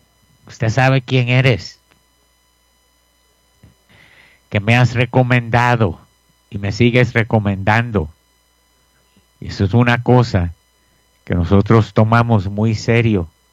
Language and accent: Spanish; Puerto Rico; somos nosotros, los boricuas.